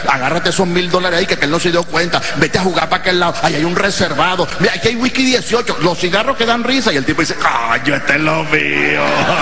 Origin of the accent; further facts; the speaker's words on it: Venezuela; nosotros como producto venezolano hemos viajado todo el mundo